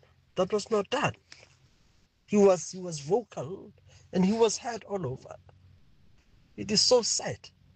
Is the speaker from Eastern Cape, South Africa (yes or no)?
no; Mahikeng, North West, South Africa; I am from Grootgevonden, about 50 kilometers away from Mafikeng. Mafikeng is our hometown.